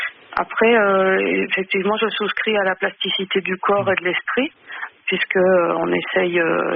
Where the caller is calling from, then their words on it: Southern France, France; j'ai la chance d'habiter le sud de la France